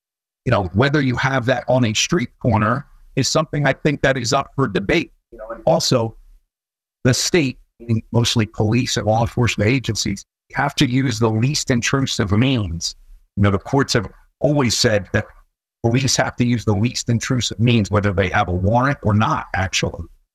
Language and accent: English; Vineland, New Jersey, United States; my hometown of Vineland.